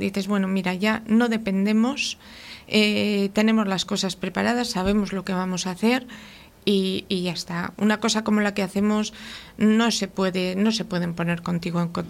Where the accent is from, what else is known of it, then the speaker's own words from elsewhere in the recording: Laredo, Cantabria, Spain; que somos de Laredo